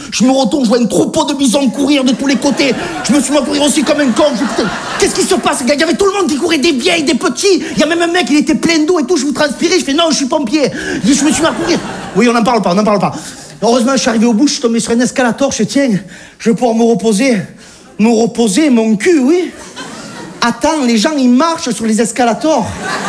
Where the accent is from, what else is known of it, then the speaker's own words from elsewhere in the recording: Southern France, France; moved away as an adult; now in Paris, France; pour un mec du Sud, je vis à Paris.